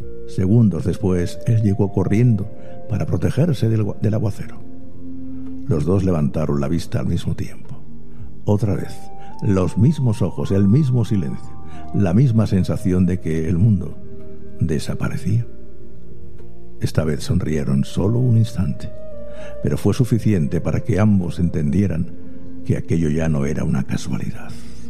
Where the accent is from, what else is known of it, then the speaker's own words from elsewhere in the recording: Murcia, Region of Murcia, Spain; born there; nací en Murcia capital